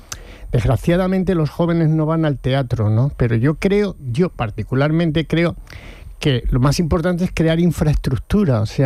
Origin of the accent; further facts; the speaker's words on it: Lumpiaque, Aragon, Spain; Un pueblo de Zaragoza que se llama Lumpiaque